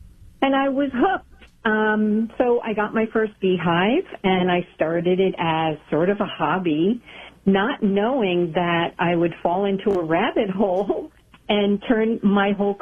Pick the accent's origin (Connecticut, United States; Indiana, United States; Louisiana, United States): Connecticut, United States; But when I came back to my home state of Connecticut, I met a neighbor who was a beekeeper